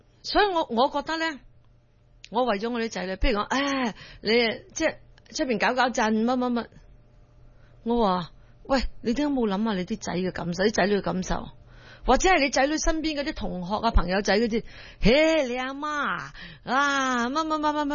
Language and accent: Cantonese; Malaysia; moved away; also born or lived in Singapore; 雖然我唔係中國人地方長大。我喺馬拉長大噶嘛，跟住喺新加坡嗰啲